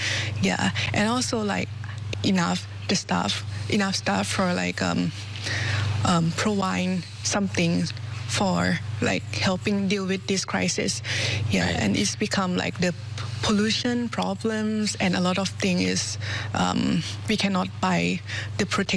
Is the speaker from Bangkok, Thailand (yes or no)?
no; Chiang Mai, Thailand; moved away; I born and raised in Chiang Mai, and I graduated from Chiang Mai as well.